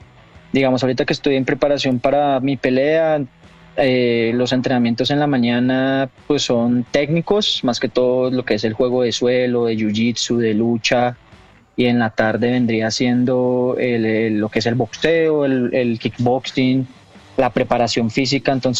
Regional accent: Bogotá, Colombia; Yo soy de Bogotá

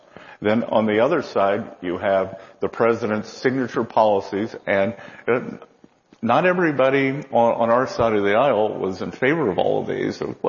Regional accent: Charleston, South Carolina, United States; moved away; I was in my hometown, Charleston, South Carolina

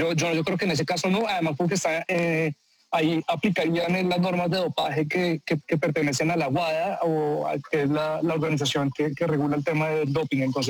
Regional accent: Mexico; como yo soy de México, no sé si ya lo tengan en todas las librerías

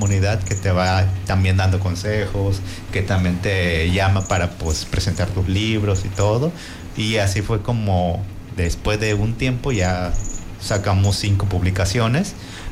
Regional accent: Puerto Vallarta, Jalisco, Mexico; Sí, ciudadano de aquí de Puerto Vallarta. Yo crecí en dos colonias, en La López y en Ixtapa.

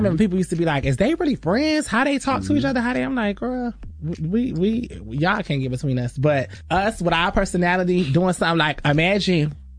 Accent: Florida, United States; born or raised there

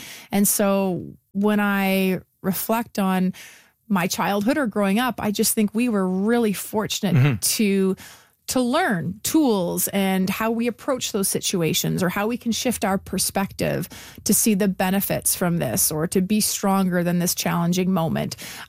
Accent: Winnipeg, Manitoba, Canada; moved away as an adult; also born or lived in Boston; now in Mississauga, Canada; so many amazing memories for me growing up in Wildwood Park. And I just think at every stage of my life, you know, Winnipeg and Manitoba has played a very important role in my path.

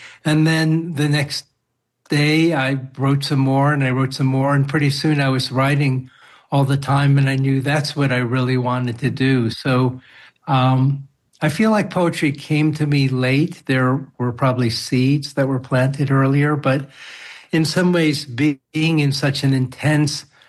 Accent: New York City, New York, United States; also born or lived in Manhattan / Long Island; As a Chinese American, I was born in Manhattan, grew up in Fresh Meadows, Queens, and then on Long Island.

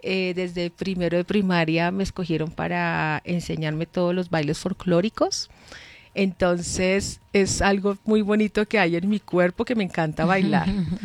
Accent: Colombia; moved away; yo crecí en Colombia toda mi vida

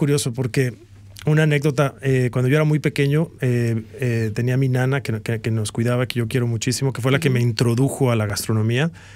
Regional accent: Mexico; moved away as an adult; now in Canada; yo vengo de México.

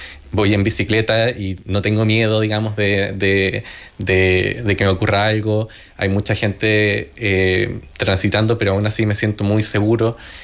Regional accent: Chile; moved away as an adult; now in Logroño, Spain; 4 meses ya en Logroño. Yo vengo de Chile, bastante lejos, la verdad. 4 meses en Logroño, 4 meses en la residencia.

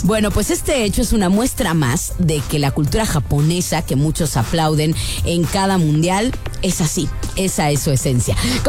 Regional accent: Guadalajara, Jalisco, Mexico; ¿Qué haríamos los mexicanos si estamos festejando, por ejemplo, nosotras que somos tapatías, ahí en la Minerva?

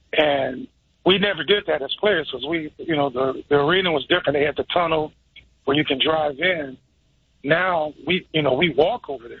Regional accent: Bakersfield, California, United States; I grew up in Bakersfield, California

